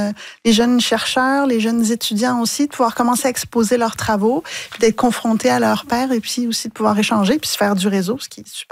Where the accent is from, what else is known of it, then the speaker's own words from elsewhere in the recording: Trois-Rivières, Quebec, Canada; J'ai grandi à Trois-Rivières. Donc, c'est un moment particulier pour moi d'y revenir.